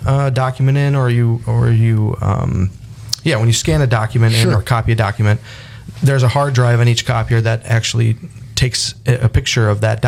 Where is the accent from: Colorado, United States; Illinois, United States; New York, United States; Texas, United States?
New York, United States; Watertown; I'm from Watertown.